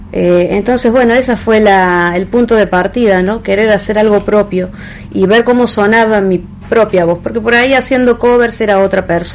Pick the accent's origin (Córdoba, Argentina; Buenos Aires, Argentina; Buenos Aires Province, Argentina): Córdoba, Argentina; Unquillo; la ciudad donde yo vivía. Yo soy de Córdoba.